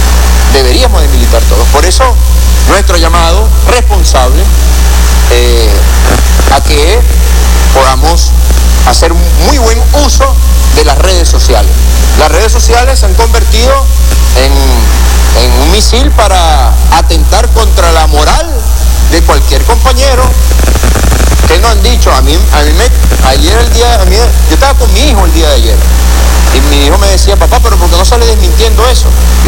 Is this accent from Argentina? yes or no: no; Monagas, Venezuela; lo hago como monaguense, como venezolano